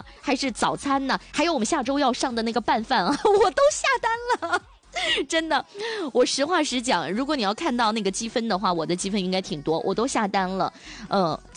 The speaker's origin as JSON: {"language": "Chinese", "town": "Dalian", "region": "Liaoning", "country": "China", "said": "咱们大连人那还说啥了，大连人是最有发言权的，因为大连人在海边长大嘛"}